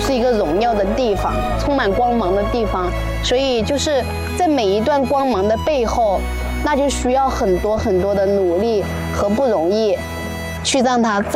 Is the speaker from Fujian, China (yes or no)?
no; Guizhou, China; moved away; 我是贵州人，从小我们的家庭条件相对来讲是比较贫苦的那种